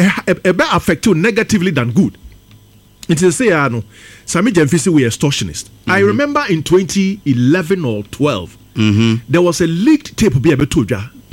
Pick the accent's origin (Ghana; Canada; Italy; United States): Ghana; My MMA as a Ghanaian. You know, I am worried about so many things.